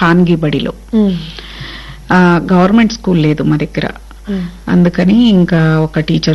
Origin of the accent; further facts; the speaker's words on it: Nalgonda district, Telangana, India; మాది మారుమూల గ్రామము, నల్గొండ జిల్లా మిర్యాలగూడ దగ్గర భల్లు నాయక్ తండా. మిర్యాలగూడకి ఒక 10-12 కిలోమీటర్స్ దూరంలో ఉంటుంది. ఆ తండాలో పుట్టి పెరిగాను నేను. ప్రాథమిక పాఠశాల అక్కడే, 1-5 వరకు అక్కడే చదువుకున్నాను, ఖాన్గీ బడిలో. గవర్నమెంట్ స్కూల్ లేదు మా దగ్గర